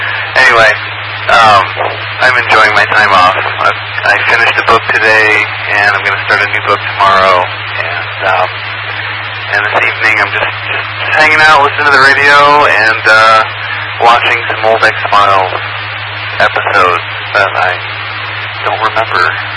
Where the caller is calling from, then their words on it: Seattle, Washington, United States; as a Seattleite, a true Seattleite